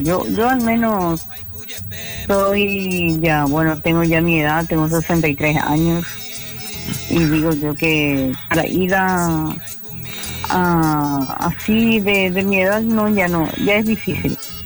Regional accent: Paraguay; moved away as an adult; also born or lived in Spain; Quiero seguir luchando aquí en mi terruño, en mi país.

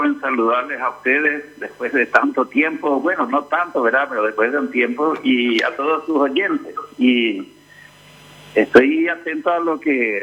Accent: Paraguay

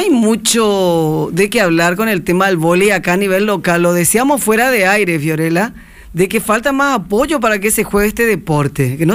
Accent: Argentina; born there; moved away; yo estudié en la Argentina, hice toda mi primaria allá y se jugaba mucho vóley. Cuando me vine a Paraguay

